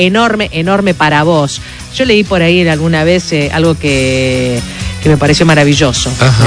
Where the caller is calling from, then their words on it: Zapala, Neuquén, Argentina; de Zapala. Espero que la selección hoy nos regale un triunfo. Nosotros en Zapala tenemos a un campeón del mundo, el Huevo Acuña.